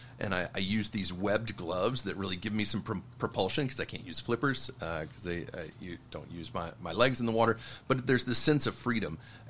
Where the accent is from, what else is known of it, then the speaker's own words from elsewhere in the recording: Houston, Texas, United States; In the U.S., my hometown, Houston, is actually great for wheelchairs because it is a driving town.